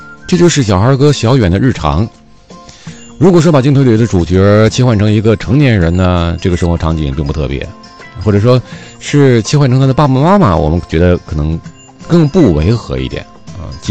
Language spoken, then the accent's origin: Chinese; China; 在我们中国人的传统观念里面也好